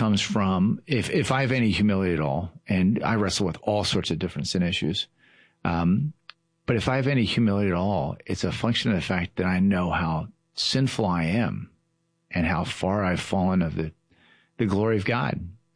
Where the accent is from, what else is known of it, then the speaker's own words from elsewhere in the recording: Baltimore, Maryland, United States; So I grew up in Baltimore, which is indeed south of the Mason-Dixon line. But maybe I think it's easier for people from Baltimore to be humble when our really what we are is we're Baltimoreans.